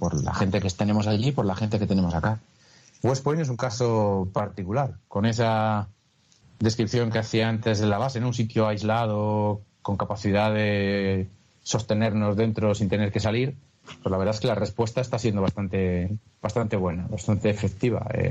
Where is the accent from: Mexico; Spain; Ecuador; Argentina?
Spain; moved away; Pues la verdad es que hay un poco de impotencia. Como español ahora mismo es un poco de impotencia, ¿no? De ver desde la distancia, porque yo veo, sigo las noticias de España